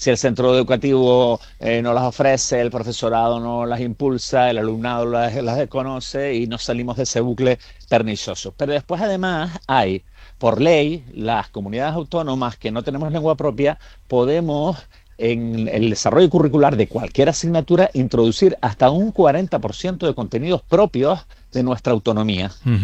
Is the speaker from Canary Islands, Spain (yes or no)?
yes; Canary Islands, Spain; Sabiendo lo que suele saber la gente a nivel general de contenidos canarios, de nuestro dialecto, de nuestra historia, de nuestro, en fin, nuestro sistema político, económico, fiscal y demás